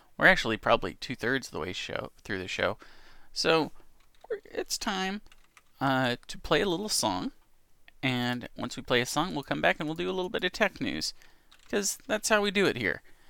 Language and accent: English; Texas, United States; I'm from Texas, so I guess that makes sense.